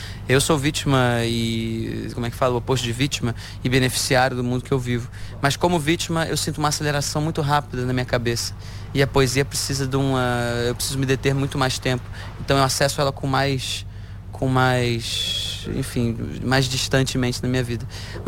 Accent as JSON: {"language": "Portuguese", "region": "Rio de Janeiro", "country": "Brazil", "lives_now": "Portugal", "said": "Até eu que sou carioca estou sofrendo aqui, gente, que é isso? Até trouxe minha namorada para ter uma experiência de Portugal"}